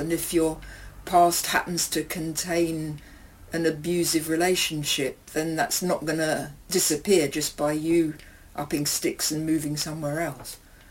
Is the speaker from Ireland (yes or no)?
no; England, United Kingdom; moved away; I definitely get more positive attention, especially as a musician, for being English. I think people find it a little bit exotic, which is flattering, because I never thought of myself as exotic when I was living in England.